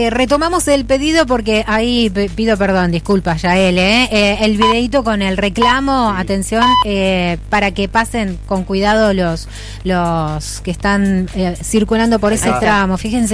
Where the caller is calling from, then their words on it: Cipolletti, Río Negro, Argentina; Hola, buenos días. … de Chipoleti.